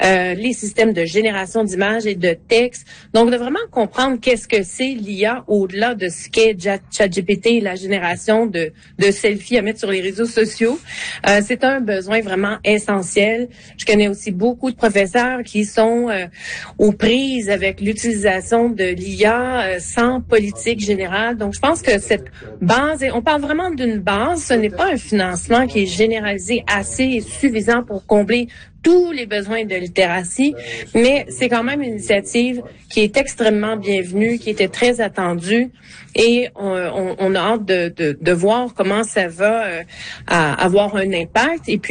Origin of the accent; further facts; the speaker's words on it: Quebec, Canada; moi j'ai grandi en Gaspésie